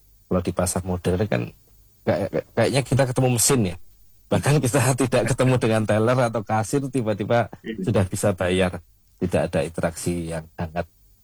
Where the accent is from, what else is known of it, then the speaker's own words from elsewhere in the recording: Ponorogo, East Java, Indonesia; now in Yogyakarta, Indonesia; walaupun saya orang Ponorogo tinggal di Jogja